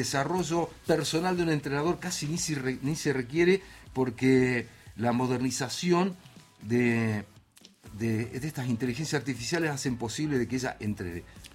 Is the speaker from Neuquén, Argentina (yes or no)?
yes; Huinganco, Neuquén, Argentina; Crecí en Huinganco, un pueblito en el que el asfalto no existía.